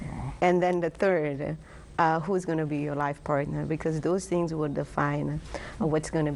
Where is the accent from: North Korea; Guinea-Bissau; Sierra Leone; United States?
Guinea-Bissau; When a teenager, growing up in Guinea-Bissau